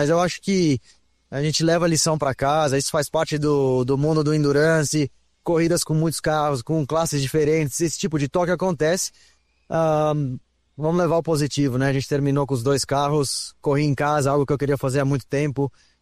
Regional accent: São Paulo, Brazil; Eu que nasci aqui em São Paulo, tive muitos anos aqui no kartódromo correndo

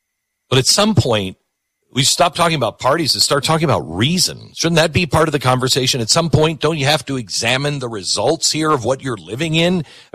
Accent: Mount Vernon, Washington, United States; I grew up in the West Coast. I grew up in, don't hold this against me, I grew up in the Seattle area, Mount Vernon, Washington, a little teeny town north of Seattle.

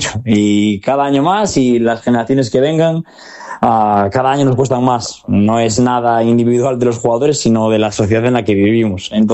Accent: Galicia, Spain; Pues como buen gallego te diré que depende

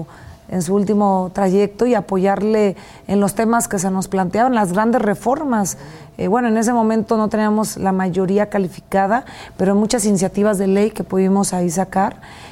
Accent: La Yesca, Nayarit, Mexico; sí, de La Yesca, por mi pueblo

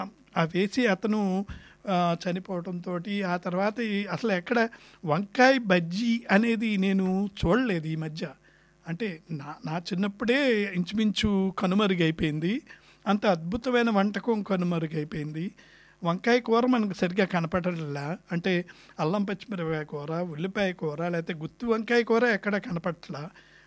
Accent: Andhra Pradesh, India; మాది పశ్చిమ గోదావరి జిల్లా వాణి వాళ్ళది, గుంటూరు జిల్లా అక్కడ చేసే పద్ధతి వేరుగా ఉంటుంది. మా ఊర్లో చేసే గోంగూర పచ్చడి చాలా చక్కగా ఫ్రెష్గా అక్కడ

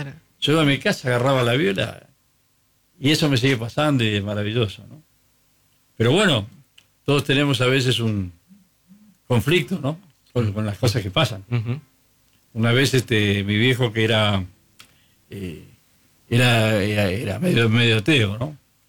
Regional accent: Monte Grande, Buenos Aires Province, Argentina; Yo nací en Monte Grande, vivimos en Villa Diamante y había mucha pobreza y a veces se comía del suelo porque no había para comer.

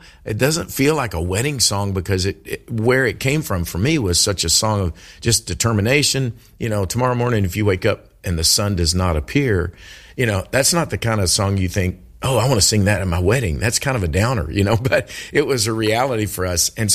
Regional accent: Kentucky, United States; accent: Southern; I am from Kentucky.

